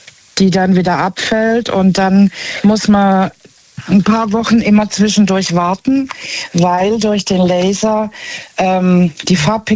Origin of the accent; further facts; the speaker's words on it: Heilbronn, Baden-Württemberg, Germany; Ja, aus Heilbronn.